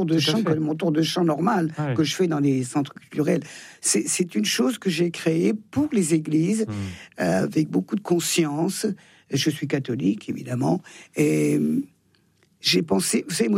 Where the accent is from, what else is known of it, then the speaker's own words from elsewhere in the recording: Thonon-les-Bains, Auvergne-Rhône-Alpes, France; born there; Je suis née à Thonon.